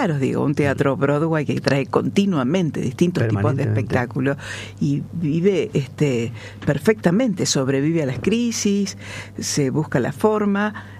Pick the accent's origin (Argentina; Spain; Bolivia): Argentina; Rosario, Santa Fe; No, yo no soy Santa Fe, soy rosarina